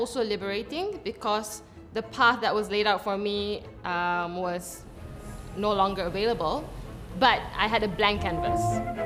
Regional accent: Kuala Lumpur, Malaysia

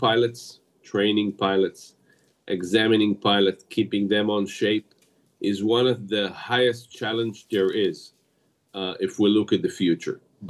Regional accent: Israel; I come from, if we look at that in a wider perspective, I come from Israel, and it's a small country which is being challenged by a war for like more than 3 years

